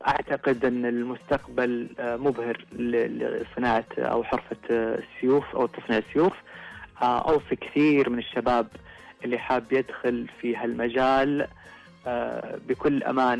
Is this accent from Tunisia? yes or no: no; Saudi Arabia; هذا يأثر فينا كثير، أنه باقي محافظين على تراثنا، على هويتنا، على انتقائنا للشخصية الأعظم بالنسبة لنا كسعوديين.